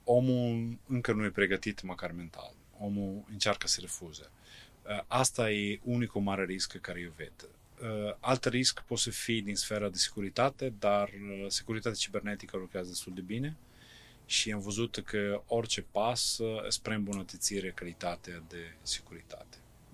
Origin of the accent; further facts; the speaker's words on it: Italy; Romanian is a second language; now in Chișinău, Moldova; eu vă spun ca italian